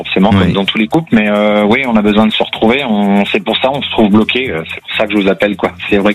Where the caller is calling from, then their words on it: Brittany, France; à côté de Rennes.